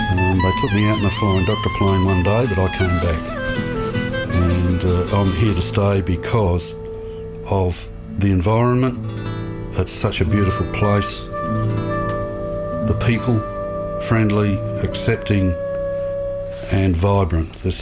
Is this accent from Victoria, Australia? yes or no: no; Miranda, New South Wales, Australia; born there; also born or lived in Adelaide; now in Jabiru, Australia; I was born at Miranda in New South Wales. 131 Sylvania Road. I was born at home at 2 o'clock in the afternoon and eventually ended up in Adelaide with my parents.